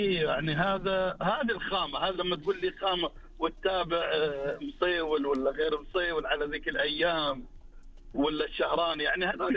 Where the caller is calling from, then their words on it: Eastern Province, Saudi Arabia; من نفس الشرقية